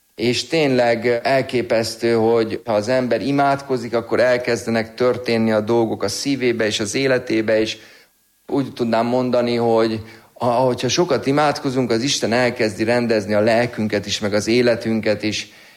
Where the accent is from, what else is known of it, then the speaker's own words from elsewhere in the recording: Sopron, Győr-Moson-Sopron, Hungary; Soproni származású vagyok